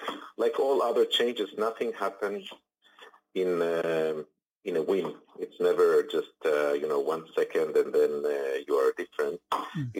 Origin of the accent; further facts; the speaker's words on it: Israel; I was born in Israel, 1972, to a very Zionist family.